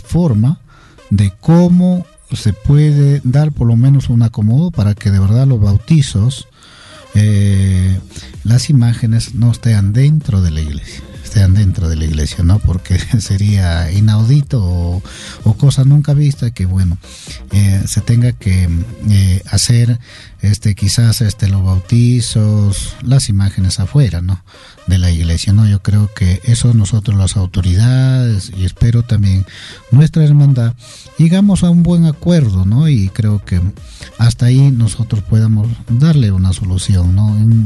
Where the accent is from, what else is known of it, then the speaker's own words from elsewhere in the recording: San Ignacio, Cajamarca, Peru; Yo estoy llamando a la cordura a mi pueblo de San Ignacio